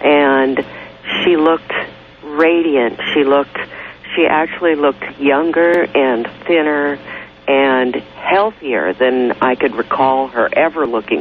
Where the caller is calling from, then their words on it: Enumclaw, Washington, United States; I'm calling from the Enumclaw, Washington.